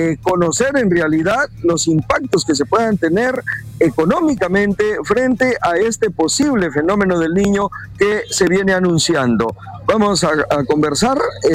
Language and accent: Spanish; Tumbes, Peru; un sector económico de nuestra región Tumbes.